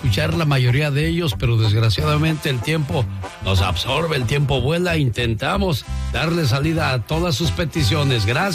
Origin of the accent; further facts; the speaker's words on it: Tijuana, Baja California, Mexico; Soy de Tijuana